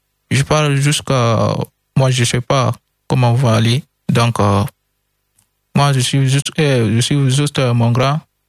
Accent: Guinea; Je viens de Guinée-Conakry, j'ai 15 ans.

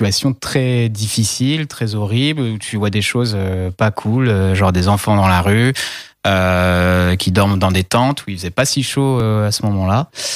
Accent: Mont-Saint-Michel, Normandy, France; Moi, je suis originaire de Normandie, du Mont-Saint-Michel

